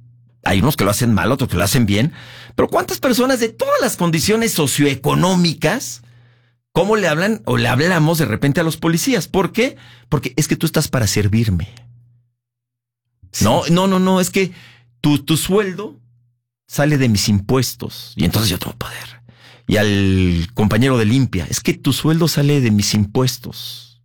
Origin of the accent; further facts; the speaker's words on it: Mexico; Nos ejemplifica mucho como mexicanos.